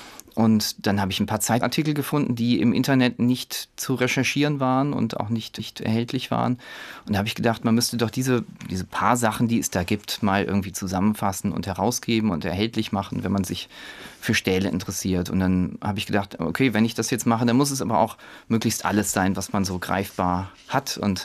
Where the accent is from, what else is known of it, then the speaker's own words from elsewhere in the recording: Fulda, Hesse, Germany; Da hatten wir in der Schule, also ich komme auch eben aus Fulda.